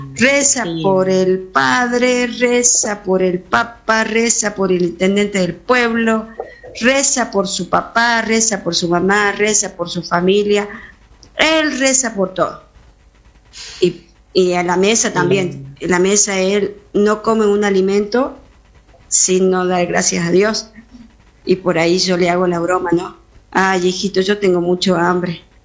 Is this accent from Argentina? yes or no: yes; Campo Quijano, Salta, Argentina; Bueno, nosotros somos de Campo Quijano, es un pueblito en Salta, que está a 30 kilómetros de la capital de Salta. Ya estamos a los pies del cerro.